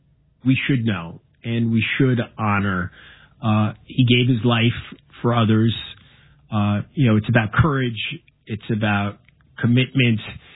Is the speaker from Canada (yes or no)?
no; New York, United States; But yeah, as a New Yorker, being there that day, 5 miles away